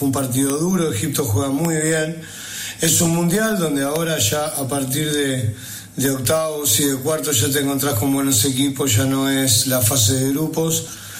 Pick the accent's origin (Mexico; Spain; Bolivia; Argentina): Argentina; amo mi país y mi selección